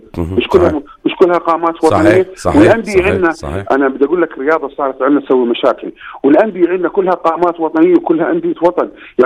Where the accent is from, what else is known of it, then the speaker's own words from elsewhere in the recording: Jordan; موضوع الفيسبوك خاصة عندنا في الأردن أصبح مبالغ فيه جدا